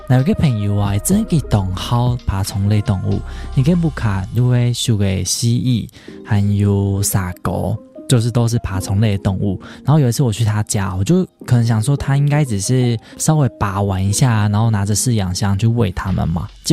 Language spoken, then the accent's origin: Chinese; Pingtung County, Taiwan; 因为我老家是在屏东嘛